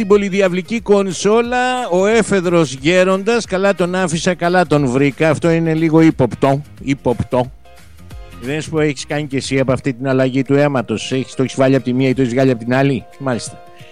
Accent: Nafpaktos, Western Greece, Greece; born there; now in Patras, Greece; Καλημέρα στην Αύπακτο, τη γενέτηρά μου, την αρχόντισσα του Κορινθιακού, την Πανέμορφη.

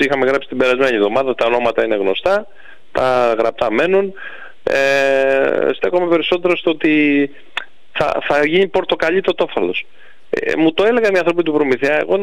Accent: Greece; ως Έλληνες

